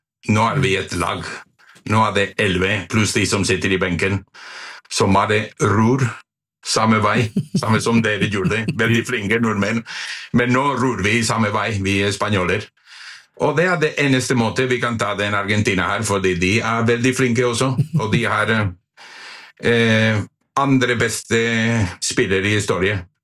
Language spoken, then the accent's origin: Norwegian; Madrid, Community of Madrid, Spain; Norwegian is a second language; now in Norway; jeg fra Madrid